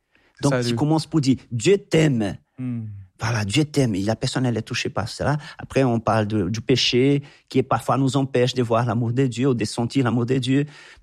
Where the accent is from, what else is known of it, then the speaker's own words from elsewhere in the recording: Anápolis, Goiás, Brazil; French is a second language; also born or lived in São Paulo, Brazil; Parce que quand j'étais dans ces campements à São Paulo, j'ai retourné chez moi à Goiás, à Anápolis.